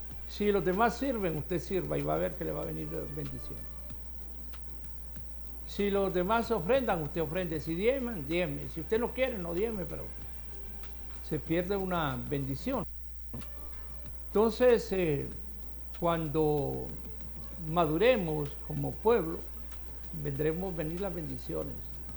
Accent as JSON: {"language": "Spanish", "town": "Comayagüela", "region": "Francisco Morazán", "country": "Honduras", "said": "le decimos nosotros en Comayagüela"}